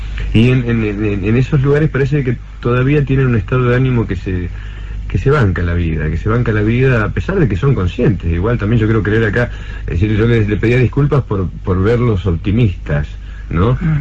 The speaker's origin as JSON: {"language": "Spanish", "town": "La Plata", "region": "Buenos Aires Province", "country": "Argentina", "said": "uno sale de La Plata y queda registrado como en la anécdota de … que somos platenses. Yo he vivido más tiempo en otros lugares que en La Plata"}